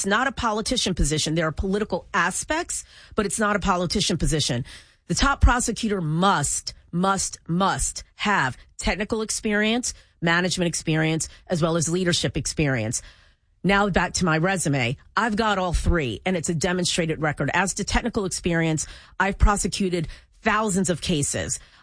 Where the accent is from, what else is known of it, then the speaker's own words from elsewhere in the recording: Columbia, Maryland, United States; So I am from Columbia, Maryland, here, here, and that's actually in Howard County. And my parents actually settled in Howard County